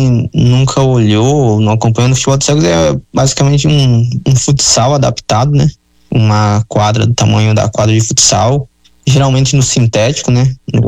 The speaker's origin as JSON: {"language": "Portuguese", "region": "Rio Grande do Sul", "country": "Brazil", "said": "só que eu sou do interior do Rio Grande do Sul, aí cidade do interior, ela não tem muito o contato com o esporte paralímpico, né?"}